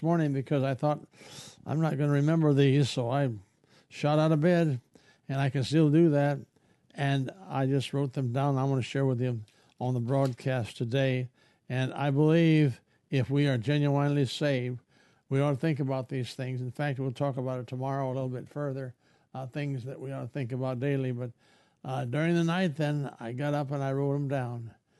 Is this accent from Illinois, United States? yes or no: no; South Dakota, United States; moved away as an adult; now in Texas, United States; I'll mention my home state, and that is South Dakota.